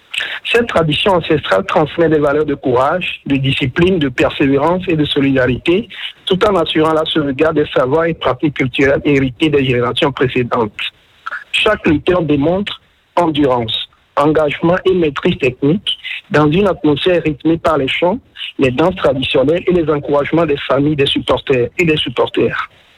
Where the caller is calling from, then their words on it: Lomé, Maritime, Togo; j'appelle de Lomé.